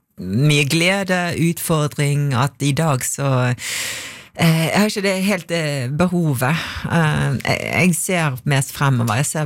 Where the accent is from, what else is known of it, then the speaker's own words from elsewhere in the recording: Bergen, Vestland, Norway; Vi i Sandviken.